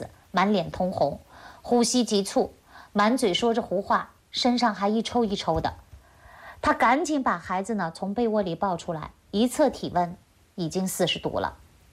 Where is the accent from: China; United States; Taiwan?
China; 这就是我们中国人啊，尤其是50岁以上的啊，非常吃苦，也注重诚信